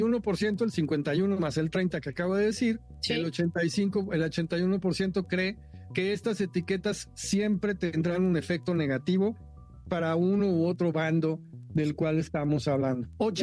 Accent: Mexico

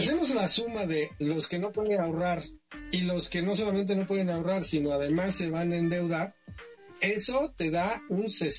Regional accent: Mexico; es igual en cuanto al comportamiento de que tenemos como mexicanos hacia el dinero.

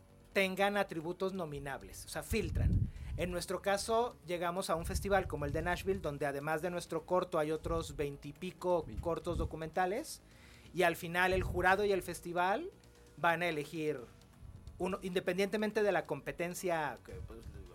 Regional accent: Guadalajara, Jalisco, Mexico; los dos somos tapatíos.

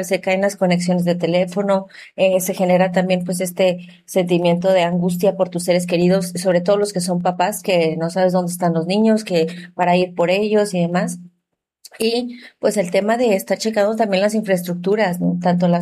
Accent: Manzanillo, Colima, Mexico; aunque somos de Manzanillo, muchas veces se nos olvida, pues se nos olvida que aquí tiembla

